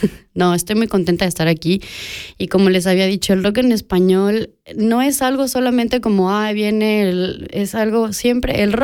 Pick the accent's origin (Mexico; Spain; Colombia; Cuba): Mexico; now in Switzerland; como latinoamericanos y mexicanos